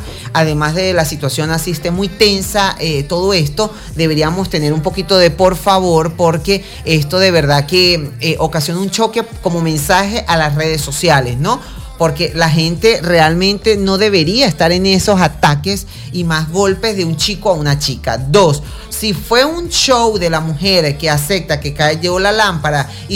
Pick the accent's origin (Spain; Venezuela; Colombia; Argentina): Venezuela; Uno como venezolano le encanta el chisme.